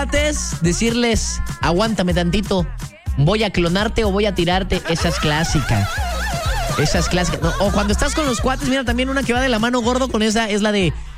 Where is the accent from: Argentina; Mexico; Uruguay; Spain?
Mexico; somos mexicanos.